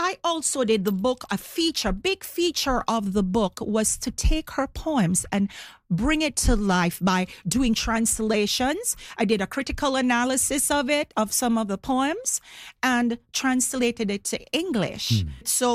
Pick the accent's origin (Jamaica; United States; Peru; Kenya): Jamaica; now in Canada; Well, as a child in Jamaica, me is a born Jamaican, right? But I'm a Jamaican Canadian, and proudly so.